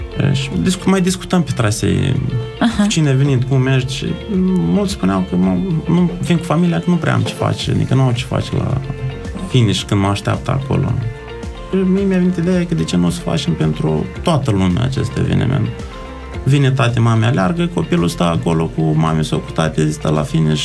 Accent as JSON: {"language": "Romanian", "country": "Moldova", "moved": "yes", "lives_now": "Bucharest, Romania", "said": "Suntem din Republica Moldova, suntem moldoveni, ne-am întâlnit toți la București."}